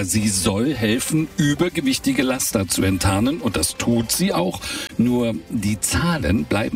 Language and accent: German; eastern Germany, Germany; Und ich als Ossi muss wieder arbeiten.